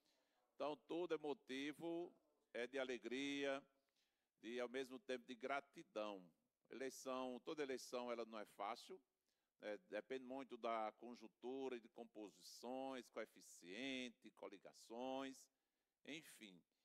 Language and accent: Portuguese; Tangará, Rio Grande do Norte, Brazil; minha terra, onde eu nasci e me criei, que foi a terra de Tangará